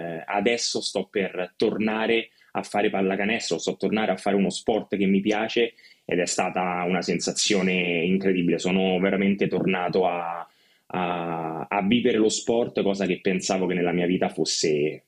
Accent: Rome, Lazio, Italy; io sono di Roma, sono nato a Roma, cresciuto a Roma

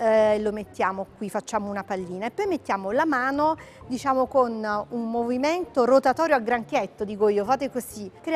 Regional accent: Naples, Campania, Italy; moved away as an adult; now in Rome, Italy; io sono napoletana

